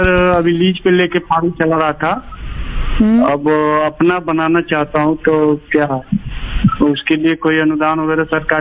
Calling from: Mau, Uttar Pradesh, India; मऊ जिला प्रदेश का रहने वाला हूँ मैं।

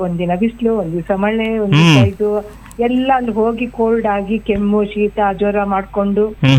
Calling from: Shivamogga, Karnataka, India; Ratnagiri Nagar.

